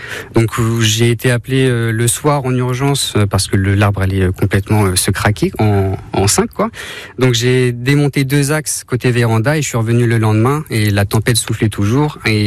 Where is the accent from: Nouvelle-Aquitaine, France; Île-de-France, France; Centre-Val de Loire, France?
Centre-Val de Loire, France; j'ai 27 ans, je suis originaire de La Ferté